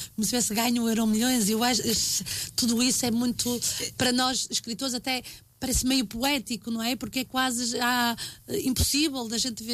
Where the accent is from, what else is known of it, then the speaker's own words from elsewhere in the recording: Portugal; eu sou de Portugal, não percebo muito bem a língua